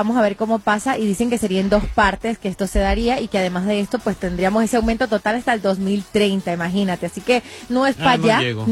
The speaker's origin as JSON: {"language": "Spanish", "country": "Venezuela", "said": "yo soy venezolana"}